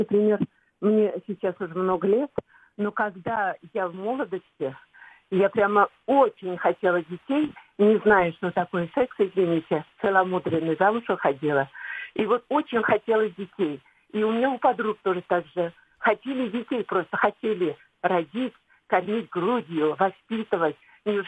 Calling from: Kazan, Tatarstan, Russia; Я из Казани звоню.

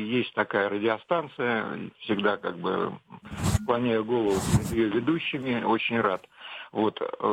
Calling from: Moscow, Russia

